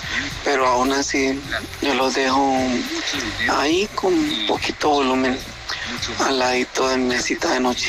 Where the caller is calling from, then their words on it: Bucaramanga, Santander, Colombia; los escucho desde Bucaramanga, Ciudad Bonita